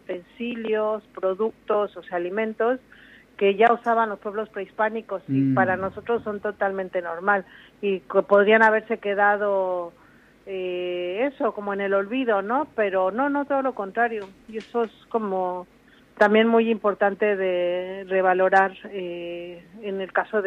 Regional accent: Mexico; mi país es muy extenso, tenemos 32 estados y cada estado tiene sus propias gastronomías locales. Y somos un país totalmente habitado

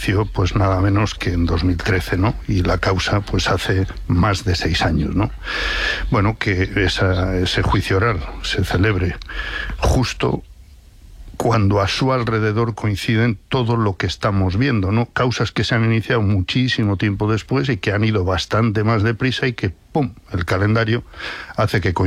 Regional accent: León, Castile and León, Spain; No, sospechoso, para... soy de León.

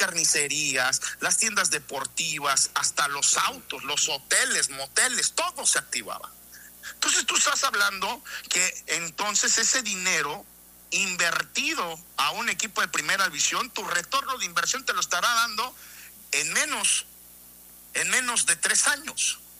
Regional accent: Michoacán, Mexico; somos michoacanos en los cuales pertenecemos a nuestro Estado

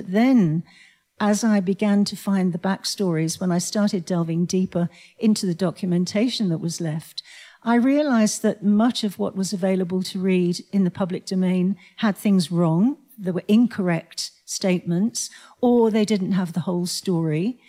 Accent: South West England, United Kingdom; moved away as an adult; I grew up in the West Country in the UK, in Cornwall

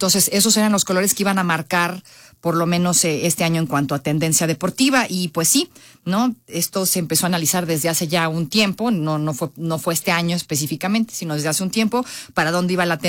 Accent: Mexico; personalmente como mujer y como mexicana me da mucho orgullo

